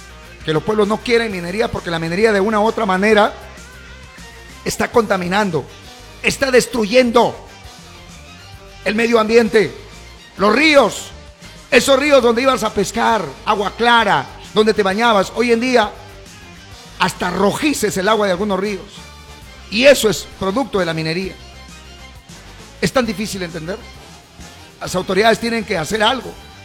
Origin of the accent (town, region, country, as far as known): Peru